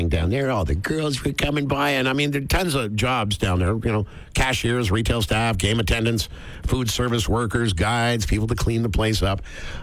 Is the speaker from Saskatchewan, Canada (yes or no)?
no; Toronto, Ontario, Canada; When I was growing up in Toronto